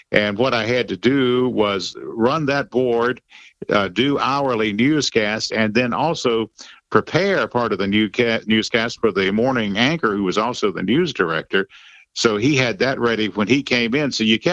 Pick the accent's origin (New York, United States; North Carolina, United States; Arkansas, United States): North Carolina, United States; Durham; Yes, I'm originally from Durham. So I've never really strayed very far from home, just all in the Triangle, Raleigh-Durham area of North Carolina.